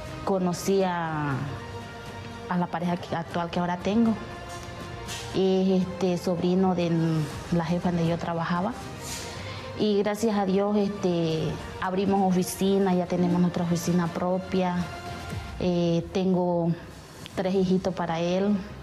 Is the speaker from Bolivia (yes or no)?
yes; Santa Cruz de la Sierra, Santa Cruz, Bolivia; moved away as an adult; now in Brazil; tengo 28 años, soy de Bolivia, ciudad Santa Cruz.